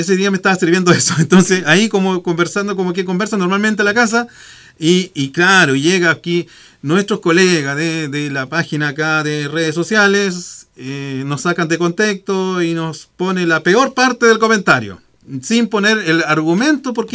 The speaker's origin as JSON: {"language": "Spanish", "town": "Queilen", "region": "Los Lagos", "country": "Chile", "said": "No, yo pues soy del Elbo, de la comuna de Keilen."}